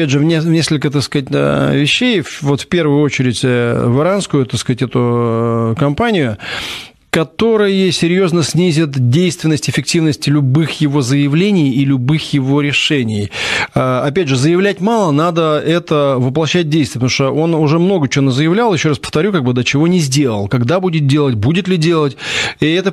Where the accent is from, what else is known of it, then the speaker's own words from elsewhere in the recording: Moscow, Russia; Ну, я просто коренной москвич, поэтому меня вообще вот там, условно говоря, вся эта урбанистическая культура, она меня не трогает.